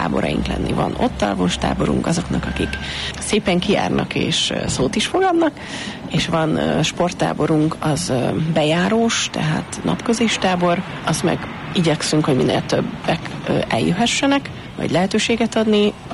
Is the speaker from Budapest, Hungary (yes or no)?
yes; Budapest, Hungary; nekem budapestiként meglepő ez, hogy a kútról hozzák még mindig sokan